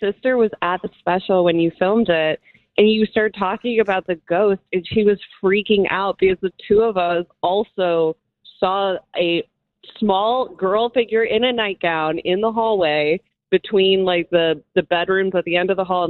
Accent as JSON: {"language": "English", "town": "Chicago", "region": "Illinois", "country": "United States", "tie": "born or raised there", "said": "I actually grew up in the exact same house as you did. House Street."}